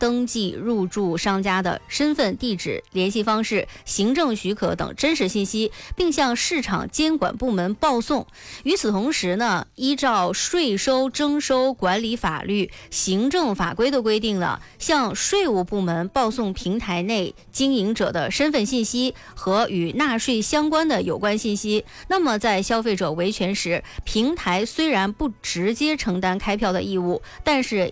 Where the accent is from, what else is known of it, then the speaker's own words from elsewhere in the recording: Northeast China, China; 用咱们东北话说